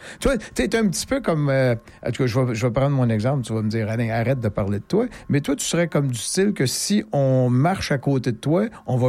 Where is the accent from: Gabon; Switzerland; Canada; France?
Canada; Montreal, Quebec; Je suis né et j'ai passé mon enfance à Côte-des-Neiges.